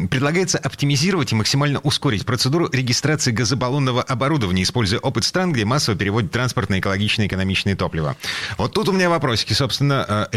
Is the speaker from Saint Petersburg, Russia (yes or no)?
yes; Saint Petersburg, Russia; Мы из Петербурга.